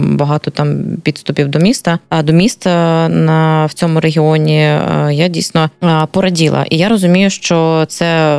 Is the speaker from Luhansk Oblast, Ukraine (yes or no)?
yes; Luhansk Oblast, Ukraine; Я з Луганщини